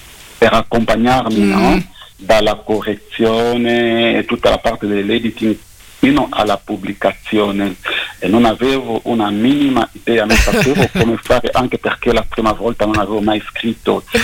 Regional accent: DR Congo; moved away as an adult; io arrivo dalla Repubblica Democratica del Congo, perché ci sono due Congo in Africa

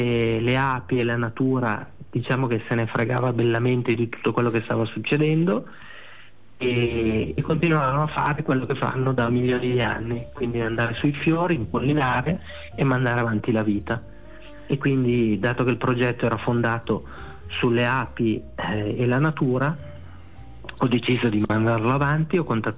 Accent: Omegna, Piedmont, Italy; Lui è di Omegna, anch'io sono di Omegna

